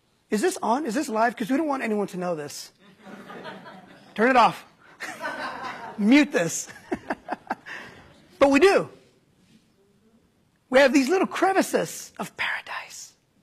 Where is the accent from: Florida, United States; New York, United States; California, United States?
California, United States; Oceano; In Oceano, where I grew up